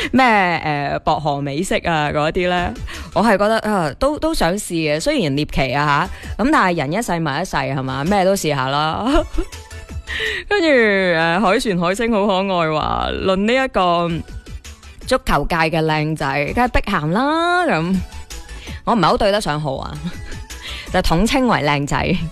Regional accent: Foshan, Guangdong, China

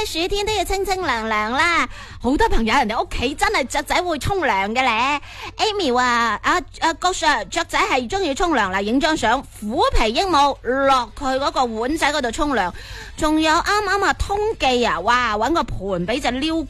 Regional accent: Guangdong, China; 我哋广东人喺夏天可能一日起码冲一次凉

